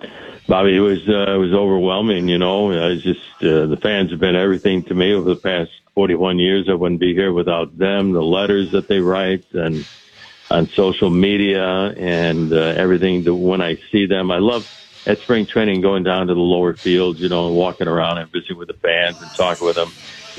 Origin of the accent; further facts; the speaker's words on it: Chicago, Illinois, United States; me growing up in Chicago and my favorite player, Louis Aparicio, and all that.